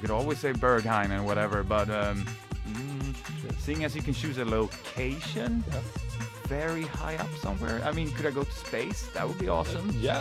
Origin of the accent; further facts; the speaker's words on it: Laholm, Halland County, Sweden; He has a festival. Pretty much every year, back where I grew up in Laholm.